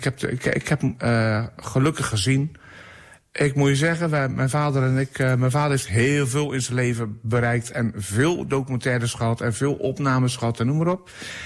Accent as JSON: {"language": "Dutch", "town": "Dordrecht", "region": "South Holland", "country": "Netherlands", "said": "Ik ben eigenlijk een beetje gevlucht uit Dordrecht, omdat ik niet passerig bedoeld, maar ik ben geen bekende Nederlander, maar in Dordrecht, als ik in de binnenstad loop, dan word ik constant aangesproken."}